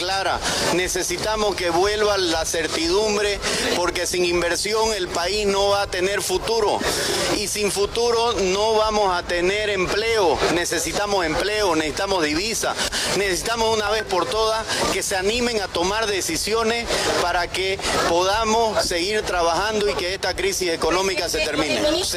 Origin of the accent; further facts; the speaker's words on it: Santa Cruz, Bolivia; no lo podemos permitir como cruceños.